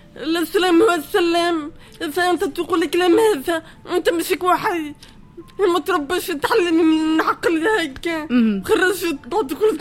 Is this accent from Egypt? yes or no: no; Tunisia; moved away as an adult; أنا عشت حياتي كاملة في تونس